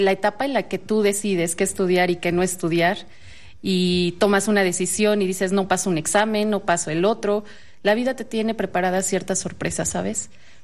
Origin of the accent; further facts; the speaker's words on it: Mexico; yo, al igual que muchos mexicanos, soy de un pueblo